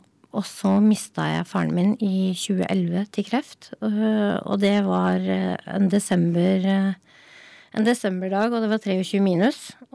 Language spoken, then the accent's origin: Norwegian; Nittedal, Akershus, Norway; jeg er fra Nittedal